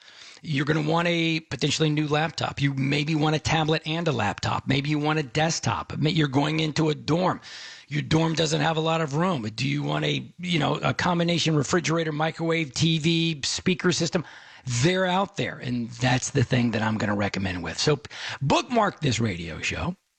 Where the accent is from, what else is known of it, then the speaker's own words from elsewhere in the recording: Dallas, Texas, United States; I played soccer as a kid in the 1970s. In the 1970s, growing up in Dallas, where the Dallas Tornado, that was the name of the Kyle Rote Jr., was the soccer player.